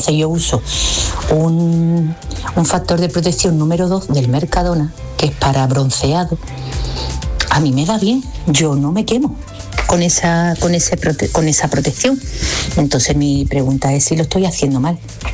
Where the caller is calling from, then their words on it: Cádiz, Andalusia, Spain; de Cádiz.